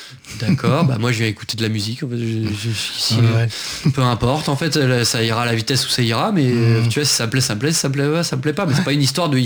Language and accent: French; Hauts-de-France, France; now in Paris, France; Moi, je viens de l'Oise à la base. Je suis Picard.